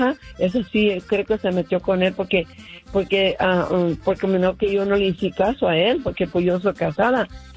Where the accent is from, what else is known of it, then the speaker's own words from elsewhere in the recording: McAllen, Texas, United States; born there; moved away; me acordaba de mi pueblo, porque yo soy mayor, pero no me regresaría a Texas